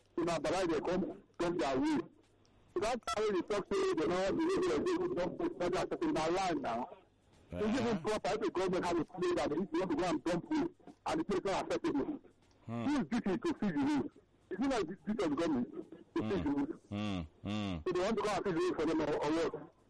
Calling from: Badagri, Lagos, Nigeria; calling from Badazi.

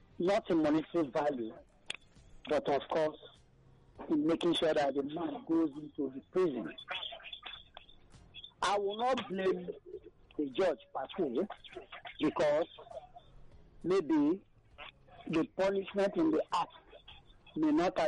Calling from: Abaranje, Lagos, Nigeria; I'm calling from Abaranjan.

